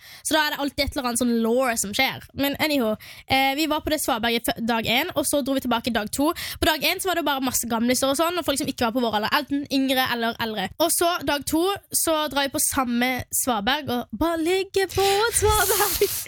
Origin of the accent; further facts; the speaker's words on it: Søgne, Agder, Norway; jeg er jo fra Søgne, som er litt utenfor Kristiansand.